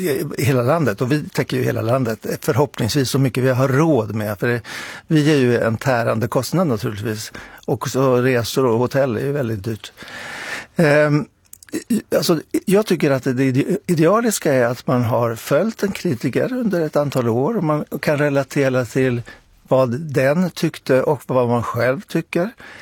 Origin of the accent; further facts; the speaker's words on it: Linköping, Östergötland, Sweden; Men jag kommer ju från Linköping och där så jag uppfostrades på Östgöta teatern.